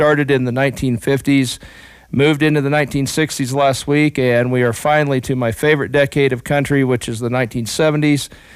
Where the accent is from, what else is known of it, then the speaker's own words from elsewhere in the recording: Midwest, United States; I grew up in the Midwest